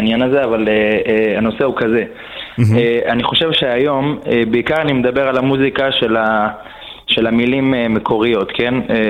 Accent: Bnei Brak, Tel Aviv District, Israel

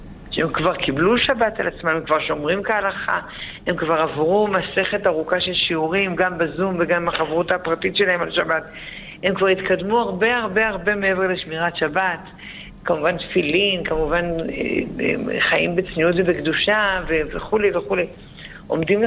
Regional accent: Jerusalem, Jerusalem District, Israel; אני גדלתי במאה שערים. לא עשיתי שום דבר להיוולד שם. פשוט נולדתי לתוך זה.

